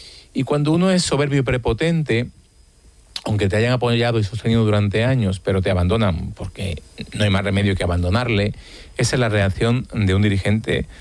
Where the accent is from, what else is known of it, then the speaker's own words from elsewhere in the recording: Andalusia, Spain; Yo vengo de Andalucía.